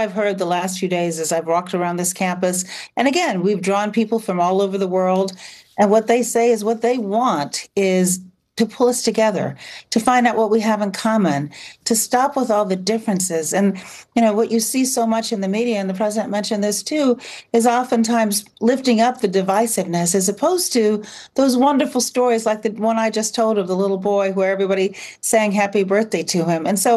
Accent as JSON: {"language": "English", "town": "Chicago", "region": "Illinois", "country": "United States", "said": "I'm from the South Side."}